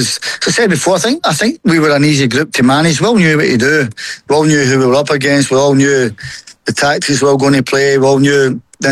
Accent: Scotland, United Kingdom; being Scottish

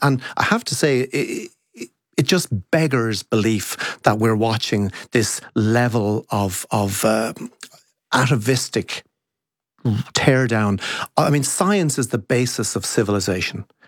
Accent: Kilkenny, Leinster, Ireland; Even my hometown of Kilkenny

